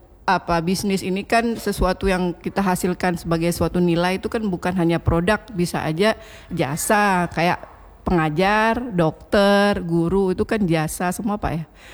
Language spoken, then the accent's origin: Indonesian; Aceh, Indonesia; sesama kita orang Aceh